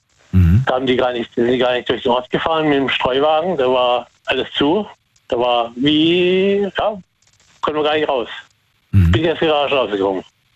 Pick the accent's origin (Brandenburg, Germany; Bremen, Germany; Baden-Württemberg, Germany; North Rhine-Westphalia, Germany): Baden-Württemberg, Germany; Karlsruhe; Ich bin gebürtiger Karlsruher.